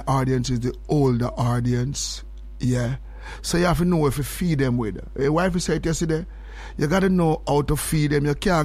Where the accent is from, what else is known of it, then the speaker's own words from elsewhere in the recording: St. Thomas, U.S. Virgin Islands; I'm not Jamaican. I'm from St. Thomas.